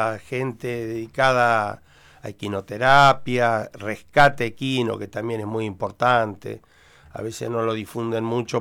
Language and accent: Spanish; Bahía Blanca, Buenos Aires Province, Argentina; born there; also born or lived in La Plata; Yo nací en Bahía Blanca, estudié en La Plata y bueno, y ejercí mi profesión acá en Bahía Blanca.